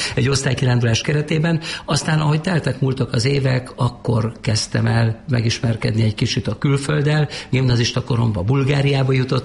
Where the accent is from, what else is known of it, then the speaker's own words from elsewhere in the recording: Máza, Baranya, Hungary; Egy kis baranyai faluban, Mázán nőttem föl, de azt mondom, hogy még ez is egy kis túlzás, mert Mázán az erdőszélen laktunk.